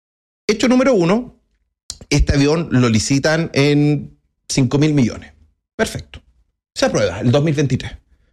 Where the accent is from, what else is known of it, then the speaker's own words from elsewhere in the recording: Antofagasta, Chile; Yo soy de Antofagasta.